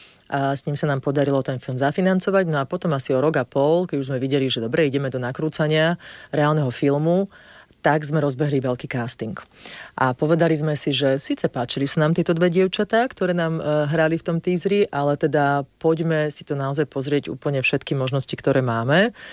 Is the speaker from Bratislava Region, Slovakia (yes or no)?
yes; Bratislava, Bratislava Region, Slovakia; ja som Bratislavčanka, ja tento kút Slovenska som veľmi málo poznala